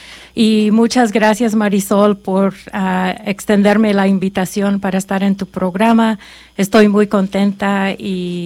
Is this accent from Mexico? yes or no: yes; Morelia, Michoacán, Mexico; born there; Spanish is a second language; also born or lived in United States; Y nos fuimos a Morelia, Michoacán, y ahí yo crecí, ahí en Morelia.